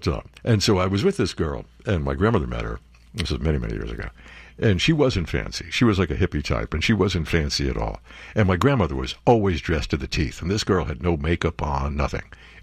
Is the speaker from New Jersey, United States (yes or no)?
yes; New Jersey, United States; Well, I'm from New Jersey.